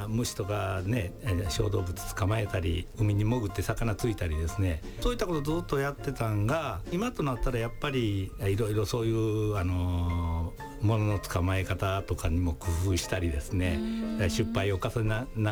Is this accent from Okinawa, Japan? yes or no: no; Osaka, Japan; born there; ずっと小さい頃からですね、僕大阪で生まれてるんですけれども、はい、両親が淡路島の海辺の出身なんですね。